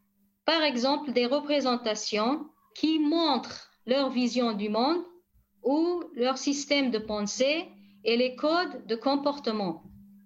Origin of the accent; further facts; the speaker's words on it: Rojava, Syria; Ici, chez nous, au Rojava